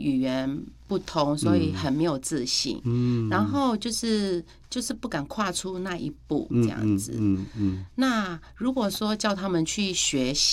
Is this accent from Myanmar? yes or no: yes; Myanmar; 就是因为缅甸现在的状况不是很适合回去，所以我就说那等我们就是长再长大一点，然后呢那边都很就是可以回去的时候，我们一定会回去这样子。